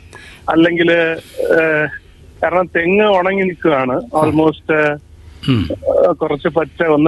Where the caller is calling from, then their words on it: Pallippuram, Kerala, India; ഞാൻ വിളിക്കുന്നത് പള്ളിപ്പുറത്തു നിന്നാണ്.